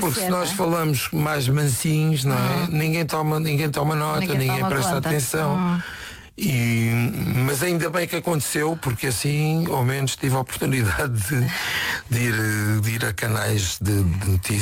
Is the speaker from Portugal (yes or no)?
yes; Setúbal, Portugal; não gostava de deixar esta vida sem presidir a Câmara Municipal de Setúbal, que é a minha terra.